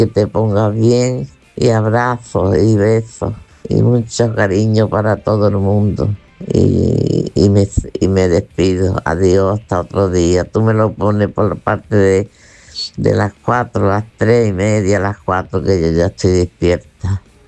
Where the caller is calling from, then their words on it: Churriana, Andalusia, Spain; Hola, Manolo Gordo, hola … de Churriana, Málaga.